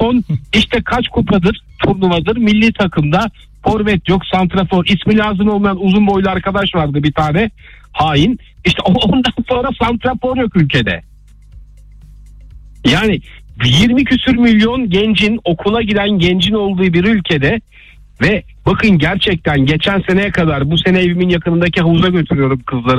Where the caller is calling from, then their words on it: Istanbul, Turkey; Ümraniye'de oturuyorum